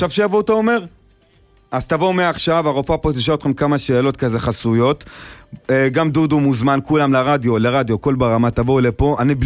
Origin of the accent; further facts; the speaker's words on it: Haifa, Haifa District, Israel; אני לא מנען, אני מחיפה.